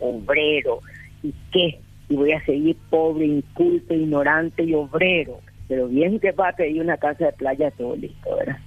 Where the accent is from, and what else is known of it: Paraguay